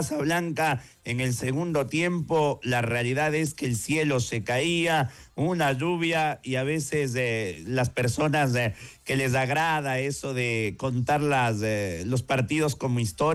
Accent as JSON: {"language": "Spanish", "town": "Quito", "region": "Pichincha", "country": "Ecuador", "said": "nosotros que somos de nuestra ciudad, somos quiteños"}